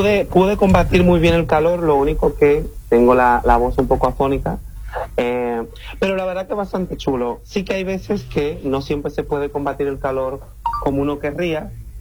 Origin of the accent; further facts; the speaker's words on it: Dominican Republic; En Dominicana, sí, en mi niñez